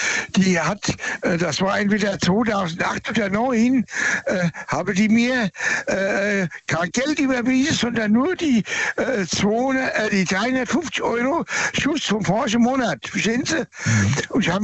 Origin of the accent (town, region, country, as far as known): Birnbach, Bavaria, Germany; born there